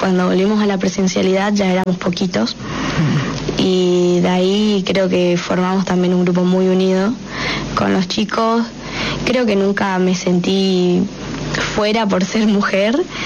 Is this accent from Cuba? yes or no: no; Paso de los Libres, Corrientes, Argentina; moved away as an adult; now in Concordia, Argentina; soy de Paso de los Libres de Corrientes